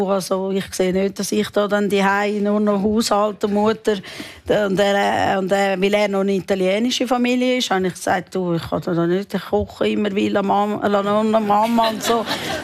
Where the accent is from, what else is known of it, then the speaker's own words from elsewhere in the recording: Meilen, Zurich, Switzerland; Wir sind nicht direkt am See ja, aufgewachsen. Also ja, ich meine, ja, ich bin Meilen.